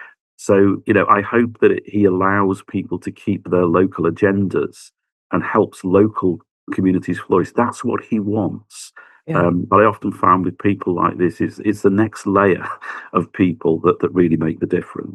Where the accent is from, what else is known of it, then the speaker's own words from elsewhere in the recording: Liverpool, North West England, United Kingdom; I'm from Liverpool